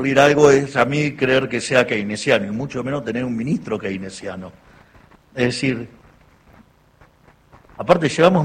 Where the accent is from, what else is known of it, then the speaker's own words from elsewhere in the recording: Argentina; nosotros que somos tan argentinos, la argentinidad del padre y todas esas cosas